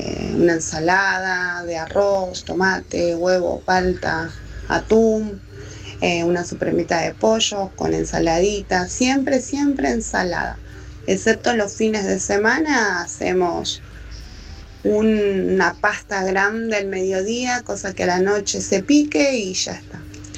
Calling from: Lanús, Buenos Aires Province, Argentina

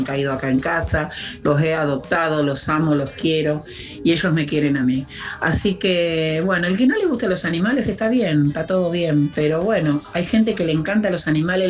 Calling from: Ingeniero Maschwitz, Buenos Aires Province, Argentina; de Escobar, ingeniero Mayuit.

